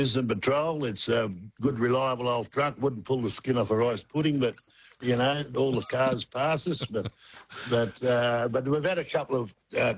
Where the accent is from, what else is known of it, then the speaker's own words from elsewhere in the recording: Bendjeroop, Victoria, Australia; I come from a place called Bendjeroop